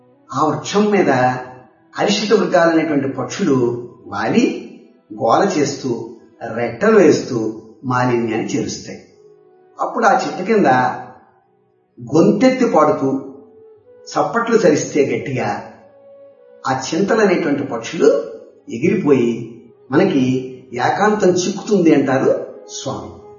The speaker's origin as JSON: {"language": "Telugu", "town": "Kolamuru", "region": "Andhra Pradesh", "country": "India", "tie": "born or raised there"}